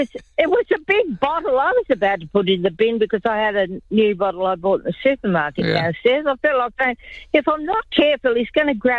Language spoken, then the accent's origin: English; Sydney, New South Wales, Australia; also born or lived in St George area, Sydney; now in Sydney, Australia; I was brought up in Peakhurst, so Hurstville was the closest shopping centre.